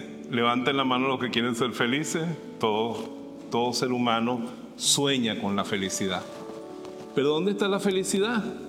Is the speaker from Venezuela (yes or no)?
yes; Venezuela; Yo soy de Venezuela.